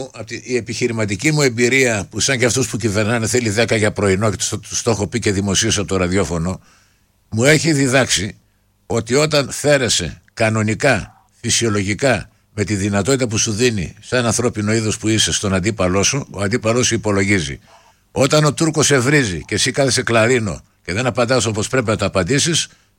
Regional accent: Greece

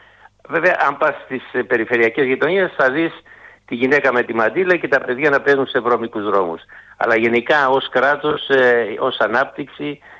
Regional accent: Tholopotami, North Aegean, Greece; Είμαι στην πατρίδα μου Λυχείο, στο χωριό μου Θολό Ποτάμι, που είναι στους πρόποδες του προφήτη Ηλία, και αγναντεύομαι απέναντι Καρσί που λέμε, Τσεσμέ, και στο βάθος στη Σμύρνη.

